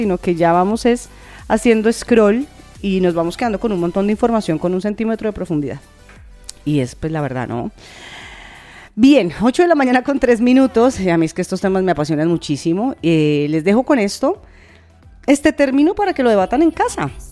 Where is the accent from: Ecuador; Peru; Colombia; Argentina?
Colombia; Bogotá; now in Spain; de la capital de Colombia, de mi ciudad natal.